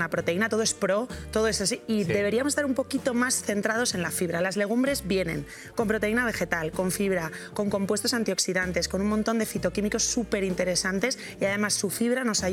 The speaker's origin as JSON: {"language": "Spanish", "region": "Basque Country", "country": "Spain", "said": "somos vascos"}